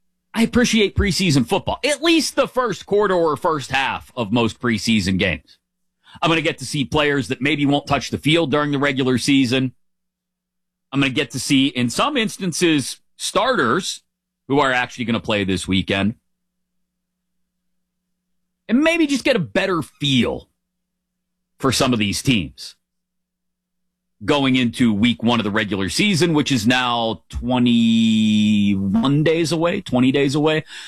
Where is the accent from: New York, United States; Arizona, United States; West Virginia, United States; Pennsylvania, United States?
Pennsylvania, United States; Pittsburgh; I could say it like that because I'm from Pittsburgh originally and you're not.